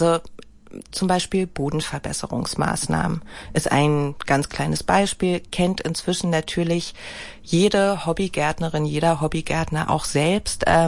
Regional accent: Berlin, Germany; Also als Berlinerin kommt man ja eh nicht dran vorbei.

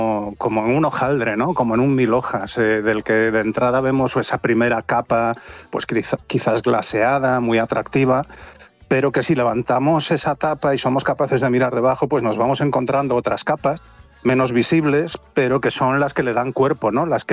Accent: Santiago de Compostela, Galicia, Spain; Yo soy de Santiago de Compostela, os hablo desde aquí.

